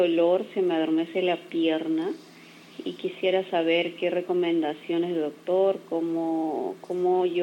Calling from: Lima, Peru; Yo vivo en San Martín de Porres

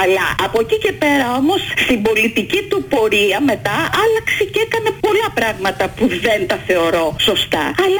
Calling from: Glyfada, Attica, Greece; από Γλυφάδα

